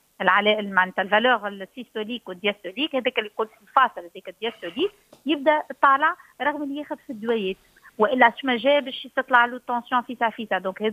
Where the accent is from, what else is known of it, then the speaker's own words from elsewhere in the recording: Tunisia; وإحنا عندنا في تونس دونك أطباء مكونين في اضطرابات النوم